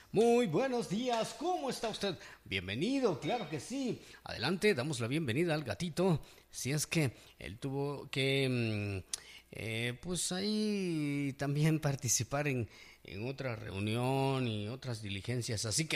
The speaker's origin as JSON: {"language": "Spanish", "country": "Guatemala", "said": "porque somos guatemaltecos."}